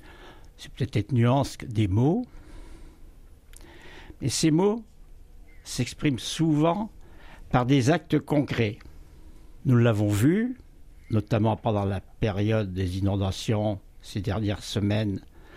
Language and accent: French; Saint-Sauveur-d'Aunis, Nouvelle-Aquitaine, France; Chez nous, à Saint-Sauveur